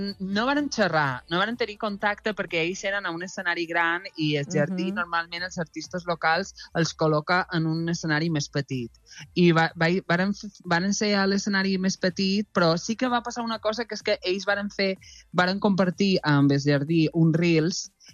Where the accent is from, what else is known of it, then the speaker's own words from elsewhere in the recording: Mallorca, Balearic Islands, Spain; Els meus pares són de fora, però jo sóc d'aquí